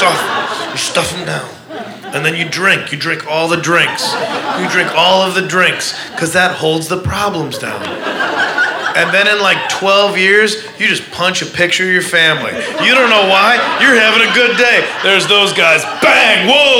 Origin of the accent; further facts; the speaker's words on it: Midwest, United States; I'm from the Midwest, and so it's weird to come out here and find out that people go to casual therapy.